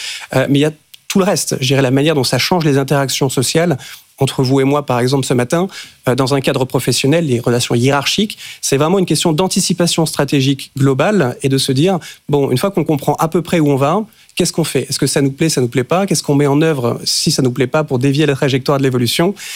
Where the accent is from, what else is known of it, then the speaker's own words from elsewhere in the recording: France; moi, je voulais rentrer en France pour pousser ces sujets-là sur le plan scientifique.